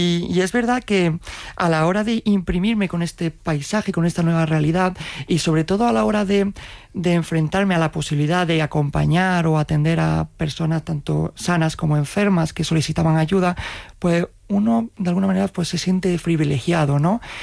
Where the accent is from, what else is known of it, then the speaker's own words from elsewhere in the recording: Lucena, Andalusia, Spain; Yo vengo de un pueblo de Córdoba, se llama Lucena, y la verdad que me siento muy orgulloso de todas las personas de allí, y mi raíz andaluza es una forma de entender